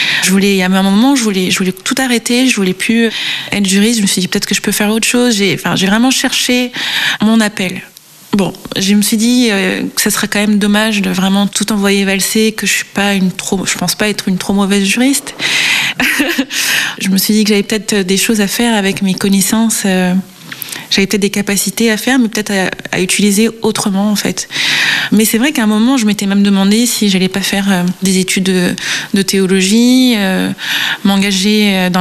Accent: Réunion; j'ai grandi à La Réunion

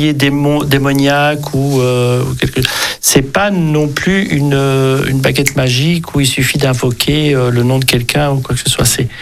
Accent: Centre-Val de Loire, France; born there; parti de mon département où je suis né, le Berry, quand à l'extérieur on me demandait « Ah, vous venez d'où ?» Ben, je viens du Berry.

